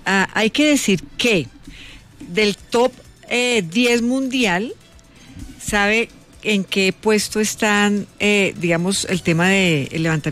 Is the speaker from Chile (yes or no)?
no; Bogotá, Colombia; somos muy cachacos.